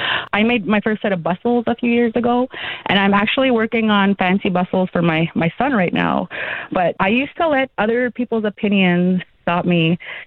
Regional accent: Frog Lake, Alberta, Canada; So how you say Frog Lake in Cree, how we say it out there, is Aiksegegan. I grew up in Frog Lake.

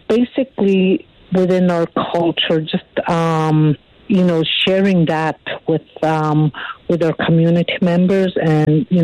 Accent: Siksika Nation, Alberta, Canada; I'm from the Siksika Nation, and my position here is with the Aboriginal Friendship Center of Calgary.

